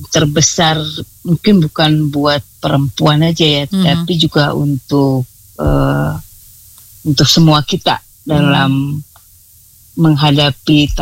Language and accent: Indonesian; Manggarai, East Nusa Tenggara, Indonesia; moved away; daerah asal kami, khususnya daerah Manggarai dan dalam skala lebih besar daerah NTT